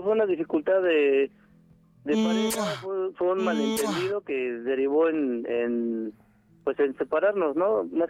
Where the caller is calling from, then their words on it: Tecámac, State of Mexico, Mexico; Pues yo vivo en el Estado de México, en Tecámac.